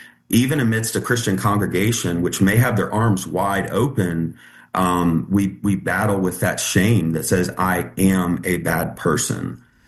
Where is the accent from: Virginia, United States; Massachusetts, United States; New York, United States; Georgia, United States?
Virginia, United States; Richmond; moved away as an adult; now in Southwest Virginia, United States; So I moved here from Richmond, Virginia, about a week after my high school graduation.